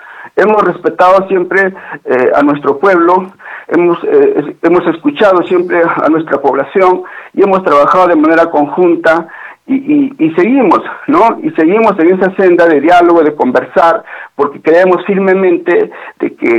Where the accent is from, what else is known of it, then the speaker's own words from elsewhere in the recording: Candarave, Tacna, Peru; tanto quiero a mi tierra